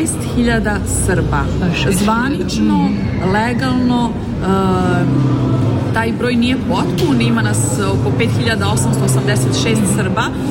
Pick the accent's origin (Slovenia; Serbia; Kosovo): Kosovo; Mitrovica, North Kosovo; now in Prague, Czech Republic; potičem iz Kosovske Mitrovice, ali već dugi niz godina živim i radim u Pragu, u Češkoj Republici.